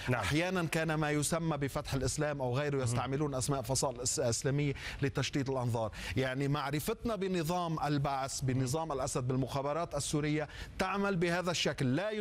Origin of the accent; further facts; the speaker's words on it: Lebanon; أنا كلبناني وكمراقب لبناني وصحفي لبناني أعرف بصمات البعث.